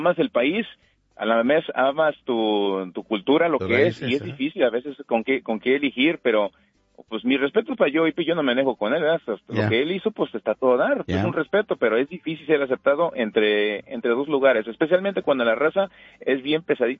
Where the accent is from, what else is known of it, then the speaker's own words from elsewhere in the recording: Nebraska, United States; born there; Mis papás son de Puebla, pero yo soy de Nebraska.